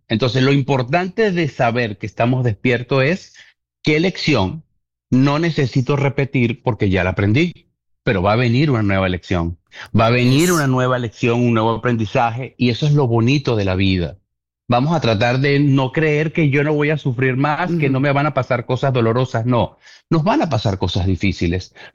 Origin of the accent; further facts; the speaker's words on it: Venezuela; empiezas a burlarte de mí, de mi acento, que si soy venezolano